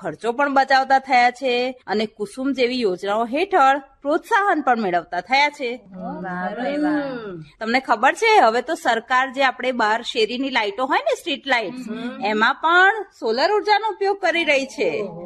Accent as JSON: {"language": "Gujarati", "region": "Gujarat", "country": "India", "said": "એક ગુજરાતી તરીકે આપણને આ વાતનો ગર્વ હોવો જોઈએ"}